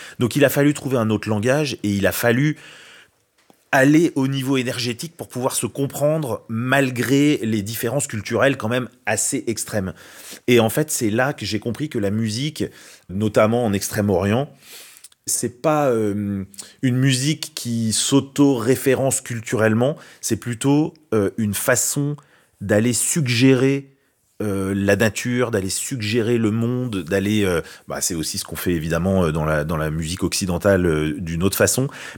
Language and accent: French; Paris, Île-de-France, France; en tant que Parisien, dans les années 2000 ou 2010, ayant accès au monde entier, à Internet